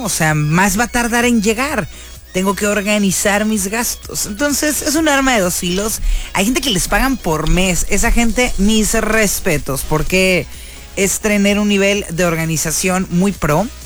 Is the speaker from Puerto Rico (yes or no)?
no; Mexico; siendo nosotros mexicanos, ¿no?